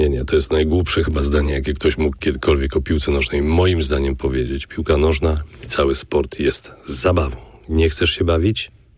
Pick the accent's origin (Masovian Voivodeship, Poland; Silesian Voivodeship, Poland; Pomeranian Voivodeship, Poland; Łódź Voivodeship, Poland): Masovian Voivodeship, Poland; Warsaw; born there; Ja wychowywałem się na targówku przez parę lat